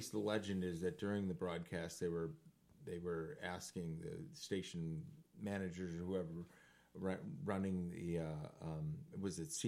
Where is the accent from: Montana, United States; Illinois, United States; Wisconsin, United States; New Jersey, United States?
Illinois, United States; Naperville; I grew up in Naperville.